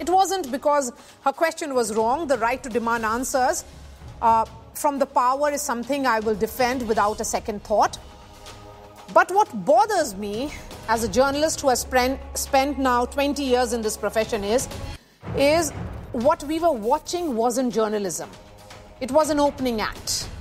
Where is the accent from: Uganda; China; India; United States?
India; Bihar; my home state of Bihar.